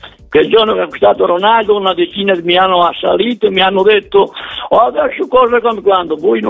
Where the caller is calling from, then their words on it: Verona, Veneto, Italy; La preoccupazione mia come veronese, ma soprattutto come sportivo